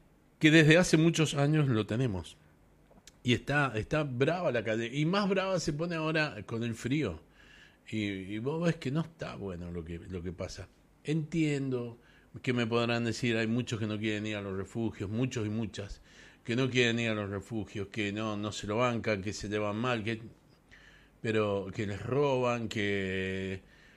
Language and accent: Spanish; Mendoza, Argentina